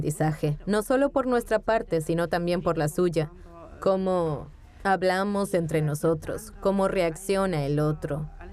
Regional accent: Belarus; moved away as an adult; now in Germany; No puedo decir que mi patria sea ahora Alemania. Pero tampoco puedo decir ya que sea Bielorrusia. Así que está en algún lugar intermedio.

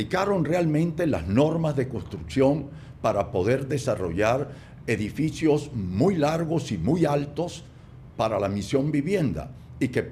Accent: Venezuela; Aquí se aplicaron materiales que nunca los habíamos utilizado aquí en Venezuela

